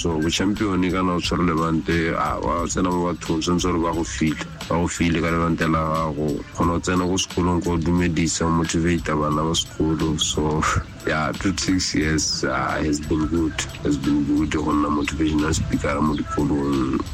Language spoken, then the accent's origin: English; Francistown, North-East District, Botswana; I'm 28 years old. I was born and raised in Francistown